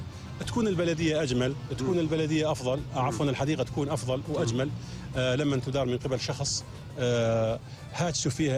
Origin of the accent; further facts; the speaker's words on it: Jarabulus, Aleppo Governorate, Syria; كان التعامل عندنا بالشمال السوري وخاصة في جرابلس بالليرة التركية